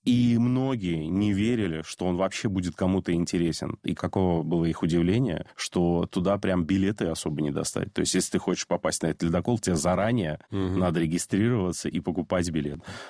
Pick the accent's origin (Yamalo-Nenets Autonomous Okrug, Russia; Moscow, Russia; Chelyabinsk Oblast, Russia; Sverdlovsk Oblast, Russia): Yamalo-Nenets Autonomous Okrug, Russia; Novy Urengoy; moved away; я вырос в Ямало-Ненецком автономном округе, в городе Новый Уренгой